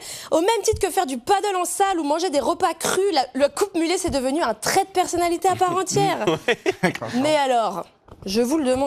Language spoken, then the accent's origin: French; Monthey, Valais, Switzerland; moved away as an adult; Je suis valaisanne, voilà, je vous le dis. Moi, j'ai grandi à Monté jusqu'à mes 18 ans.